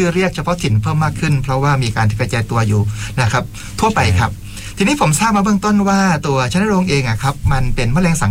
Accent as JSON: {"language": "Thai", "region": "Southern Thailand", "country": "Thailand", "said": "ในฐานะที่เป็นคนใต้เอง"}